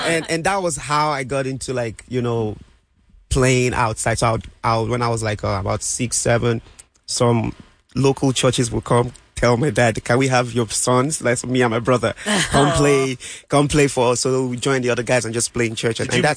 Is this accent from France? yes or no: no; Nigeria; moved away as an adult; also born or lived in New York; now in Houston, United States; growing up in Nigeria